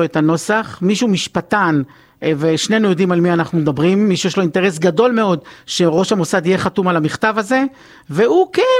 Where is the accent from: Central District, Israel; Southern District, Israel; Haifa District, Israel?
Southern District, Israel; Beersheba; born there; moved away; also born or lived in Ashdod / Kfar Aza; אני חייתי וגרתי, נולדתי בבאר שבע, אחרי זה אשדוד, כפר עזה, אני מכיר קצת את המחוזות האלה